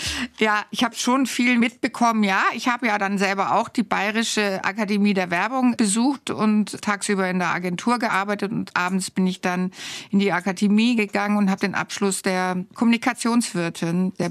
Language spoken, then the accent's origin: German; Munich, Bavaria, Germany; born there; also born or lived in Hamburg; Ja, da wurde ich geboren und durfte dann noch 3 Jahre leben in einem ausgebauten Ziegenstall, wo meine Eltern gelebt haben, wo mein Vater sich sogar noch ducken musste, weil die Decke so tief runterhing. Und dann sind wir nach München ausgewandert.